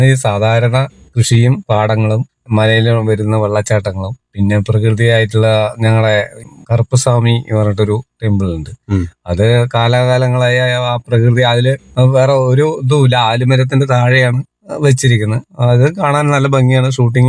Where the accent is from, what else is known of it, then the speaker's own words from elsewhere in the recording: Kerala, India; ആ, ജനിച്ചു വളർന്ന ഇവിടുന്ന് ഒരു എടച്ചറ പറഞ്ഞ സ്ഥലത്താണ് ഞാൻ ജനിച്ചത്.